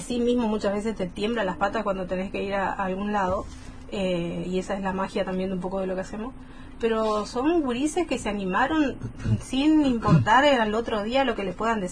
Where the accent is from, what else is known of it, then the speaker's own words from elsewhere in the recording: Yapeyú, Corrientes, Argentina; Pero lo mío también, yo amo el chamamé, vengo